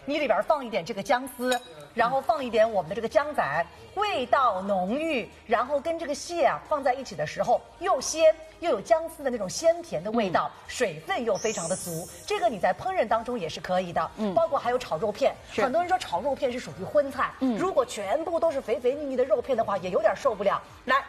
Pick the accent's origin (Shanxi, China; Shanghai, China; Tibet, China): Shanghai, China; 我们上海人